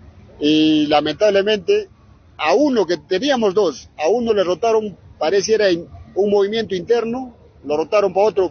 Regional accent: Peru; Como todo peruano tenemos el derecho a la salud

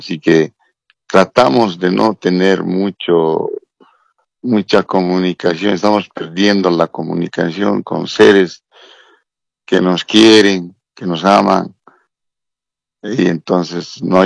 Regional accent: Bolivia; Y bueno, yo, como todo boliviano, tenemos que cumplir, ¿no?, lo que manda la justicia

